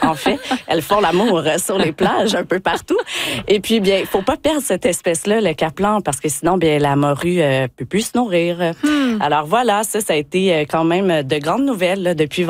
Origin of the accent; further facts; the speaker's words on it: Quebec, Canada; accent: Québécois; now in Newfoundland and Labrador, Canada; depuis que je suis arrivée à Terre-Neuve et Labrador, là, vous pouvez l'entendre par mon accent, je suis québécoise